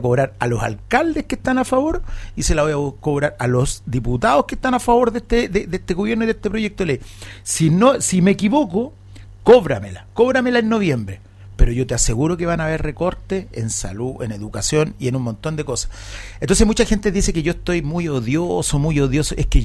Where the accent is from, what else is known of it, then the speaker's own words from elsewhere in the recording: Los Andes, Valparaíso, Chile; Nuevamente aquí en casa, como todo andino, siempre presente. Andino de corazón. Porque soy de acá.